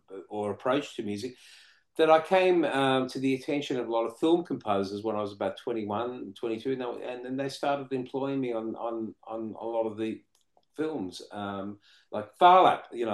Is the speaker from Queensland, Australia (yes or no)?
no; Melbourne, Victoria, Australia; if you're an Italian kid growing up in Brunswick, in Melbourne, which had so many, was inhabited by so many Italians